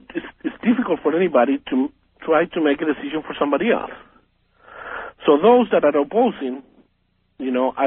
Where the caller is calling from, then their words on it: Bakersfield, California, United States; from Bakersfield.